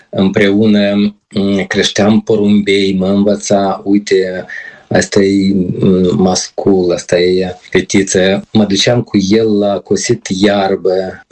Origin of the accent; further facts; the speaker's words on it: Chișinău, Moldova; moved away as an adult; also born or lived in Mereni, Anenii Noi District; now in Ireland; Da, deci eu m-am născut în Chișinău, chiar în capitală.